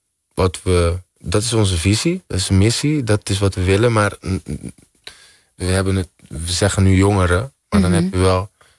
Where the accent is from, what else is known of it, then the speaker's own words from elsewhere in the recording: Curaçao; ik ben trots dat ik van Curaçao kom.